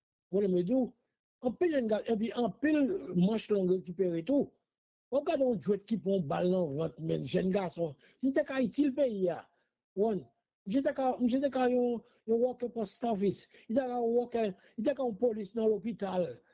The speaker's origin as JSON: {"language": "French", "country": "Haiti", "said": "oui, je suis haïtien, je dis ça fort et jusqu'au bout, jusqu'à la dernière jour de ma vie. Je me dis, je vais toujours être haïtien"}